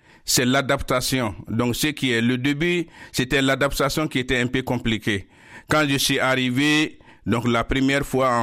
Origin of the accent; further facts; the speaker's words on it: Mali; Parce que chez nous, au Mali, les prêtres vivent en communauté.